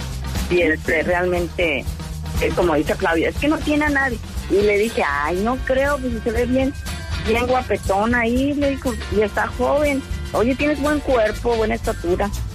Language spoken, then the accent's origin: Spanish; Tepatitlán, Jalisco, Mexico; Mandé. Yo soy de Jalisco, de Tepatitlán, Jalisco.